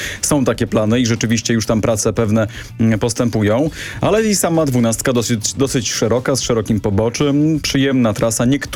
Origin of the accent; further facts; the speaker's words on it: Lublin Voivodeship, Poland; ja jestem też z Lubelskiego